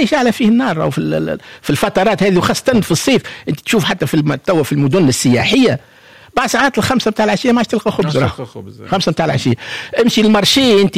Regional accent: Tunisia; حلوه يا بلدي تونس حلوه يا بلدي

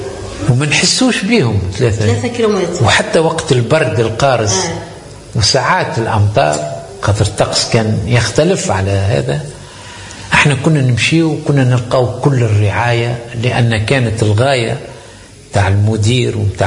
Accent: Zammour, Medenine, Tunisia; احنا في الواقع انا من مواليد هذه المنطقة. انا تولدت في زمور، وبداية دراستي الابتدائية 3 أو 4 سنوات الاولى

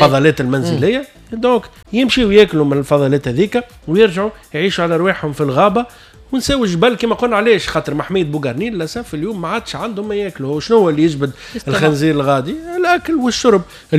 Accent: Hammam-Lif, Ben Arous, Tunisia; محمية بوغارنين واللي هي حومتي واهلي نوجه لهم تحية ولاد حومتي الكل في حمنلف.

